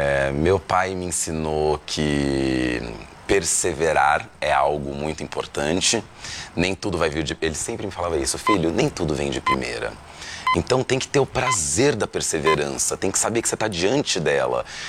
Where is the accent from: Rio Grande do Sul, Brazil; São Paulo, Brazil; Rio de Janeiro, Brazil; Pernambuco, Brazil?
São Paulo, Brazil; então eu sou piauilistano, entendeu? Assim que eu brinco na peça. Então eu não tive uma infância lá, minha infância já é aqui em São Paulo, mas meu pai, ele tinha uma presença muito piauiense